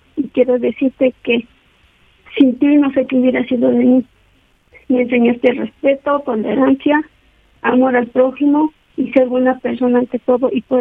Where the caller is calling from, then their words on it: Apizaco, Tlaxcala, Mexico; Aquí en Apizaco, en Loma Florida